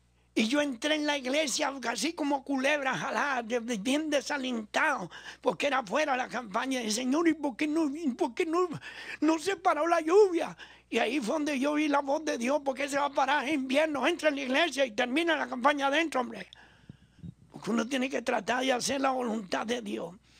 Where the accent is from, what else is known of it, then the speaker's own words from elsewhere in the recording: Italy; Spanish is a second language; moved away; also born or lived in Venezuela; Yo soy italiano, pero he pasado mucho tiempo en Venezuela, ya aprendimos el español. Vamos para 71 años de edad ahora en febrero.